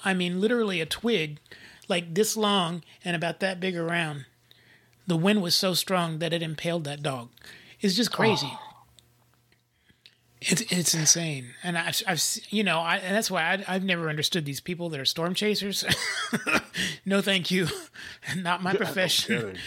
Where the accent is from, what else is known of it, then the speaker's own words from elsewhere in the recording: Oklahoma, United States; born there; moved away; Yeah, I grew up in Tornado Alley in Oklahoma when I was a teenager in high school, in junior high and high school.